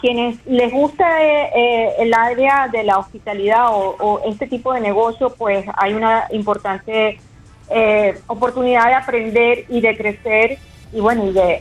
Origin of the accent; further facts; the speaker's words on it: Venezuela; now in Miami, United States; soy venezolana, soy emprendedora aquí en Miami